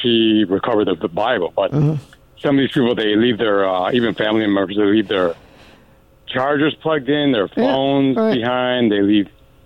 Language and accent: English; Chicago, Illinois, United States; Well, I told him I was from Chicago